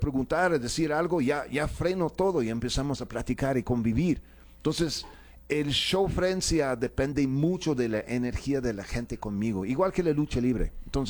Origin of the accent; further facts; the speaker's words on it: Mexico City, Mexico; Soy chilango con acento, pues, ¿yo qué hago, no?